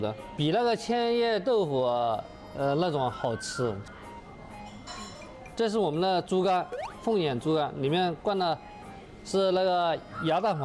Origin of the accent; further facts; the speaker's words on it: Nanchong, Sichuan, China; now in Dalian, China; 我是四川南充人，2001年8月6号就到大连。